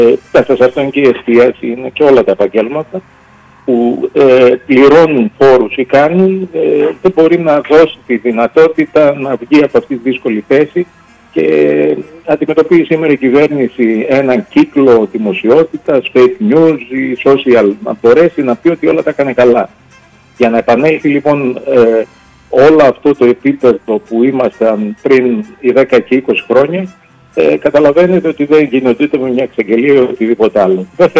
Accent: Greece

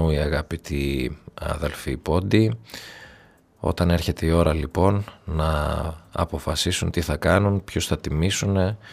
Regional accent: Greece

